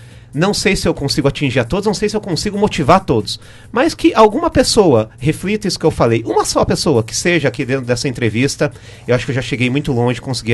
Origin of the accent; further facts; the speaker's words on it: Itararé, São Paulo, Brazil; sou itararéense, tá, pessoal? Fui criado aqui na Rua Itararé